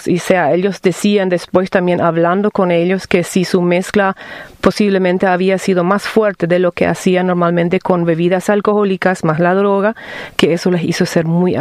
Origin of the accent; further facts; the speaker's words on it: Paraguay; del Paraguay.